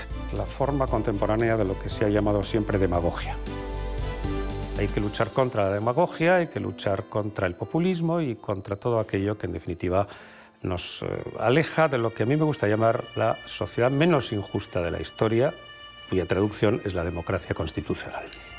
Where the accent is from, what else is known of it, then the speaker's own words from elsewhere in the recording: Spain; Pues soy un español moderado, lo cual probablemente es una extraña especie